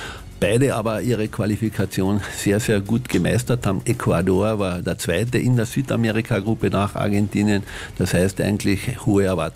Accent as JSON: {"language": "German", "country": "Austria", "said": "als Österreicher"}